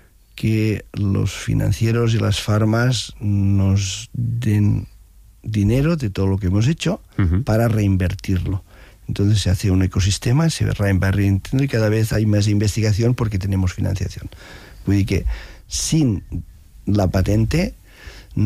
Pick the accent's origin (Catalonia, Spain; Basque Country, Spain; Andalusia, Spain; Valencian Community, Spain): Catalonia, Spain; Arenys de Mar; que soy de Arenys de Mar, estudié ingeniería en Canet de Mar